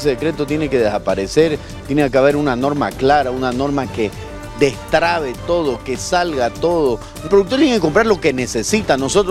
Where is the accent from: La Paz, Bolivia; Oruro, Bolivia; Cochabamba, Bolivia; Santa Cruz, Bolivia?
Santa Cruz, Bolivia; para que nosotros como cruceños veamos qué camino vamos a tomar